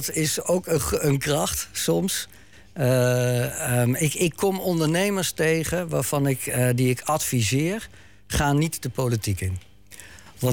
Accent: North Holland, Netherlands; Ik kom zelf uit Noord-Holland. Noord nog wel, boven Amsterdam.

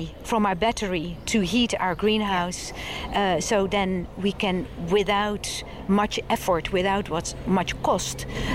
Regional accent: Westland, South Holland, Netherlands; now in The Hague, Netherlands; I come originally from Westland, but I live in The Hague. So what makes me that? It makes me a person who lives in The Hague.

